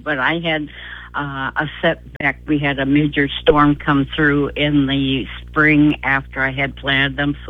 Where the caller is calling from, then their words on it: Moline, Illinois, United States; from Moline.